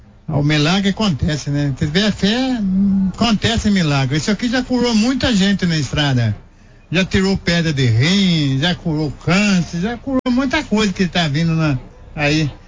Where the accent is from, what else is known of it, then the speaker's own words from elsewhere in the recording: Charqueada, São Paulo, Brazil; Eu vim de Charqueada, para lá de Piracicaba, da 340 km.